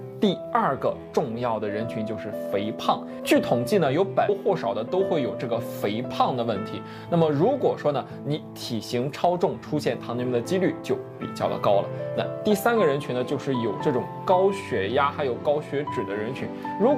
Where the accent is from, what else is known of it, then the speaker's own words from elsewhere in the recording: China; 尤其是我们中国人